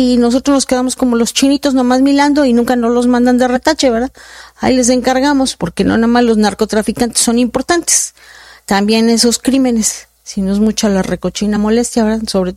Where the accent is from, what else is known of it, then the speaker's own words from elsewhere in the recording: Mexico; nosotros como mexicanos